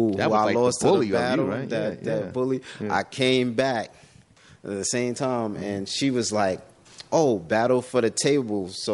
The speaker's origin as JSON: {"language": "English", "town": "New York City", "region": "New York", "country": "United States", "tie": "born or raised there", "said": "I come from August Martin. You ever heard of the school August Martin in Queens?"}